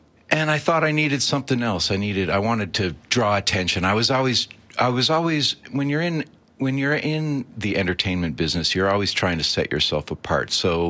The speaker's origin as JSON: {"language": "English", "town": "Ottawa", "region": "Ontario", "country": "Canada", "tie": "born or raised there", "moved": "yes", "lives_now": "Alberta, Canada", "said": "Well, I grew up in Ottawa"}